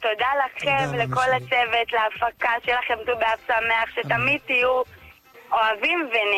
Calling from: Ashdod, Southern District, Israel; מאשדוד, בת 41, אימא לשלוש נסיכות.

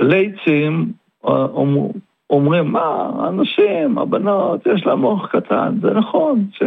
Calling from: Ramat Gan, Tel Aviv District, Israel; אני מדבר מרמת גן המעצירה.

